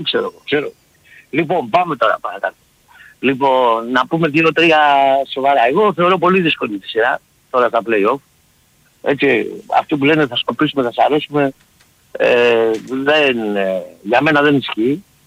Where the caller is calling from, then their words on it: Nea Makri, Attica, Greece; επειδή είμαι και εγώ από Νέα Μάκρη